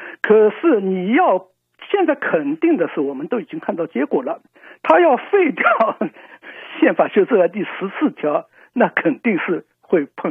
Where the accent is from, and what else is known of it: China; now in Canada